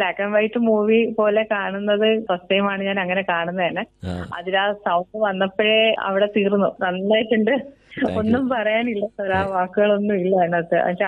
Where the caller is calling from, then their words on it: Thalayolaparambu, Kerala, India; Kottayam തലവലപ്പറമ്പ്.